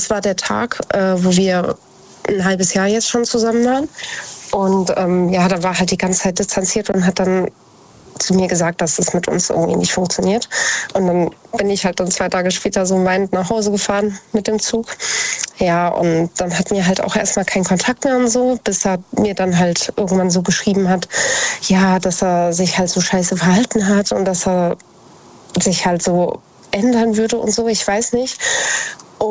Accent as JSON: {"language": "German", "town": "Idstein", "region": "Hesse", "country": "Germany", "tie": "born or raised there"}